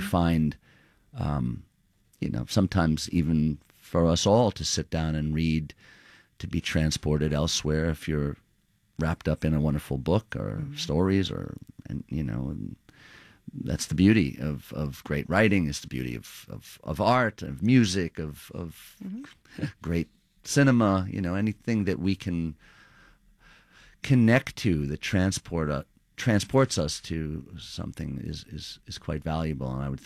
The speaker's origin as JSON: {"language": "English", "town": "Queens", "region": "New York", "country": "United States", "tie": "born or raised there", "said": "in growing up in Queens, and it's not that dissimilar, you know, to what young people encounter in urban environments"}